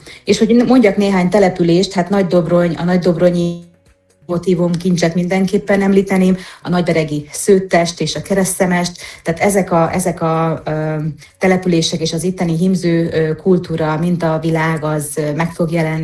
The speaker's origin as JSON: {"language": "Hungarian", "region": "Zakarpattia Oblast", "country": "Ukraine", "said": "nyilván nem mondok senkinek újdonságot a kárpátaljai magyarként"}